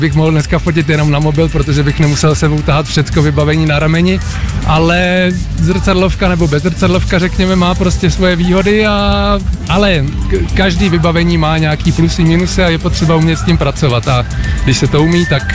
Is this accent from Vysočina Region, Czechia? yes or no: yes; Vysočina Region, Czechia; pocházím z Vysočiny a působím na Vysočině